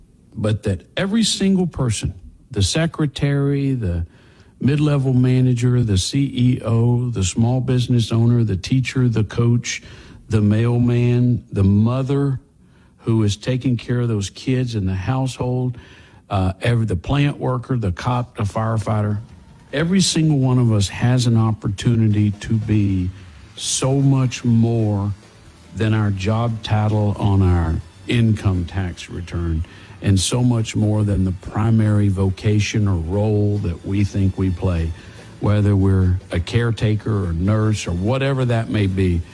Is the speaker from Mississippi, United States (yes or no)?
no; Orange, Texas, United States; I'm proud that we're both from Orange and both from Riverside, and you just a couple of years behind my dad at Stark High School.